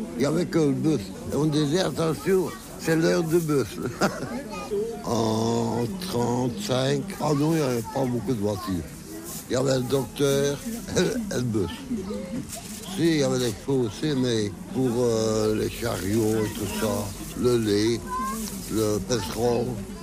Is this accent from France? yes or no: no; Floreffe, Wallonia, Belgium; Et je suis né à Floreffe. Donc, je suis à vue de Floreffe.